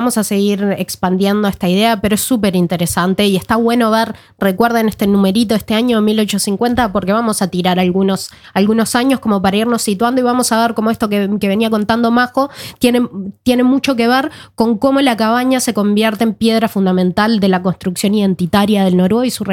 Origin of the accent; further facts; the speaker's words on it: Malmö, Skåne, Sweden; Spanish is a second language; now in Norway; en el sur de Suecia, en Malmö, donde soy yo, en Skåne, no tenemos ese vínculo tan fluido, tan permanente con la naturaleza